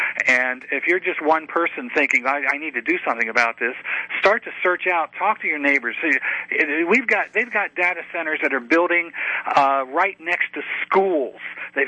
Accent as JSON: {"language": "English", "area": "Licking County", "region": "Ohio", "country": "United States", "tie": "born or raised there", "moved": "yes", "lives_now": "Virginia, United States", "said": "I'm originally from Ohio, and a few weeks ago I went to back to my home county, Licking County, Ohio. That is where New Albany, Ohio is"}